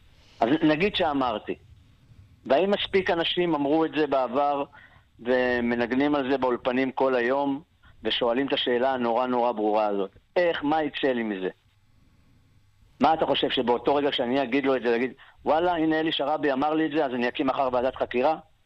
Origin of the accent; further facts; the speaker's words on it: Be'eri, Southern District, Israel; גדלתי במקום כמו בערי, בדפוס בערי, שהיינו ארגון לומד.